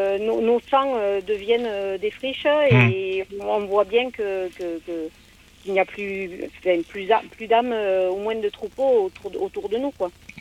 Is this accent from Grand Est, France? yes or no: no; Occitanie, France; Non, pas du tout. Je suis originaire du Gers, juste à côté de Mielan, à la Gamazousse.